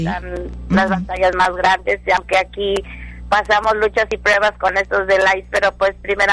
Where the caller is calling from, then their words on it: San Carlos, Texas, United States; De aquí de San Carlos, hermana, cerquita de Vino Nuevo.